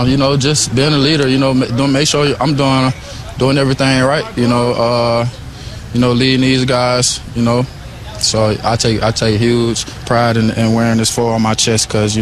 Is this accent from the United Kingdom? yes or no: no; Atlanta, Georgia, United States; I grew up in Atlanta, Georgia.